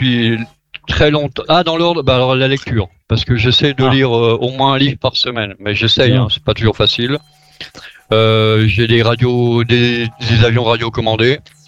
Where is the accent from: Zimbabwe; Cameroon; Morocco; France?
France; Chez nous, en France